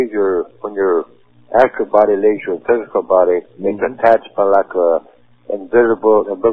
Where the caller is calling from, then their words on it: San Diego, California, United States; from San Diego.